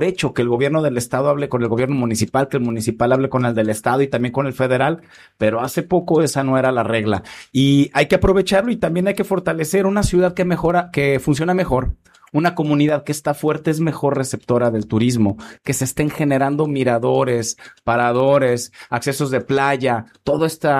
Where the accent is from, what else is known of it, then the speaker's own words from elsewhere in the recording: Manzanillo, Colima, Mexico; soy el único manzanillense en el gabinete de nuestra gobernadora